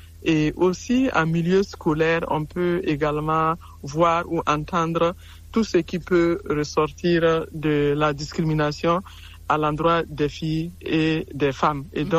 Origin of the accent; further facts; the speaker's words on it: Burkina Faso; comme indiqué. Je suis burkinabé.